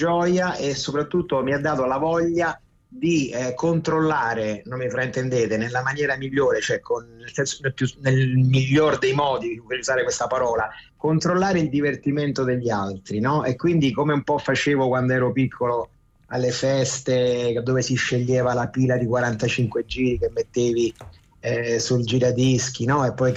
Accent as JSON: {"language": "Italian", "town": "Rome", "region": "Lazio", "country": "Italy", "said": "però insomma comunque l'Italia è sempre il mio paese, Roma soprattutto è la mia città"}